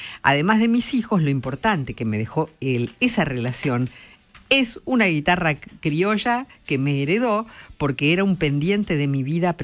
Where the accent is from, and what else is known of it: Colonia Ensayo, Entre Ríos, Argentina